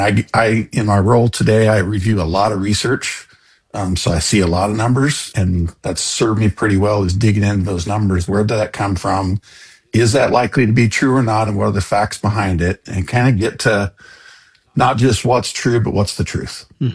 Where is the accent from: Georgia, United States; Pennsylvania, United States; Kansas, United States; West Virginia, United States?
Kansas, United States; So I grew up in West Central Kansas, multi-generational. You know, our family's been on that ground since the late 1800s, cow-calf and some farm ground.